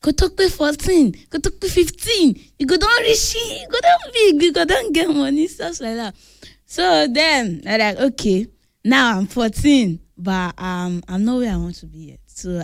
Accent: Lagos, Nigeria; also born or lived in Bariga; I'm from Agboa.

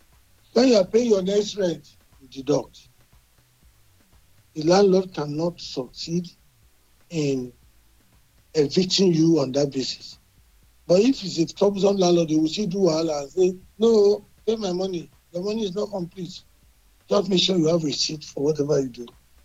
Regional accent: Abeokuta, Ogun, Nigeria; I am from Abeokuta.

